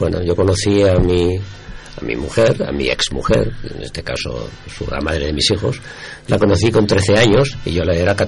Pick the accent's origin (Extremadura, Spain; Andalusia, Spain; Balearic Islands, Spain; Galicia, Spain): Extremadura, Spain; Llerena; Llorena. De Llorena, de mi pueblo.